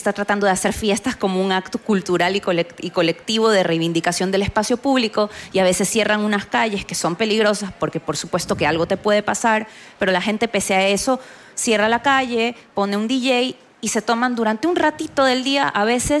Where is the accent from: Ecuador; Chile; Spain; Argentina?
Ecuador; Guayaquil, Guayas; mi ciudad natal, Guayaquil